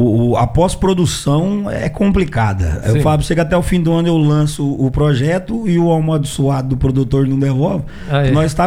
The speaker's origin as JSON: {"language": "Portuguese", "region": "Minas Gerais", "country": "Brazil", "said": "na minha terra, 16 graus está de calamidade. Bicho, ali Maria, fecha Minas Gerais."}